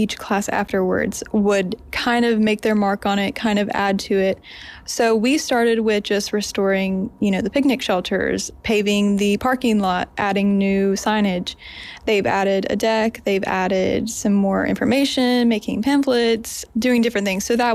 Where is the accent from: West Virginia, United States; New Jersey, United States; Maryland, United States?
West Virginia, United States; Boone County; born or raised there